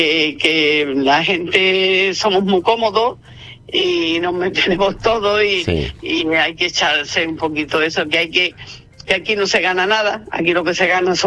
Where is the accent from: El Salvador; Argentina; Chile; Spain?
Spain; Granada, Andalusia; now in San Roque, Spain; no somos nacidas aquí en San Roque. Yo me considero también ya sanroqueña, ¿no? Pero yo no soy sanroqueña, soy granajina, soy de Granada, pero yo, San Roque, pues para mí es como si yo hubiera nacido aquí.